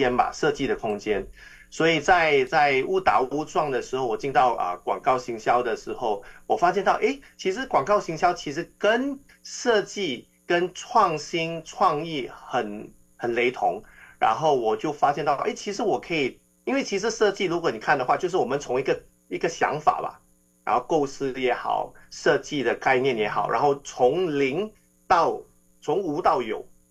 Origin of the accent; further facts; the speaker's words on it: Singapore; 我们新加坡人